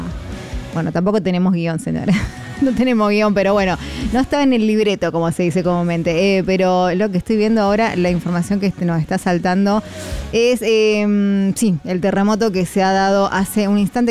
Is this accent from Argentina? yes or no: yes; Argentina